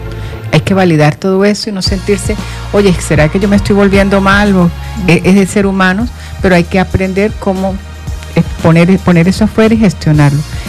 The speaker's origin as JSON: {"language": "Spanish", "country": "Venezuela", "said": "Somos venezolanos, nos une un mismo país, unas raíces"}